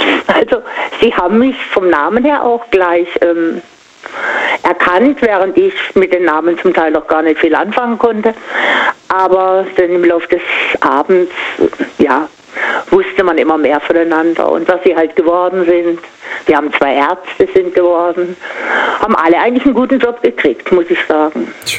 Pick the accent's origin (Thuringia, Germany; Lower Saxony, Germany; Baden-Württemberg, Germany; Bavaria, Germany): Baden-Württemberg, Germany; Singen; ich komme ja aus Singen und die haben, machen das schon eine ganze Weile in Klassentreffen.